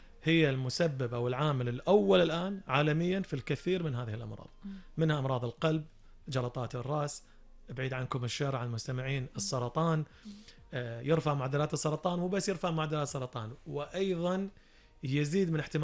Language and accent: Arabic; Kuwait; عندنا بالكويت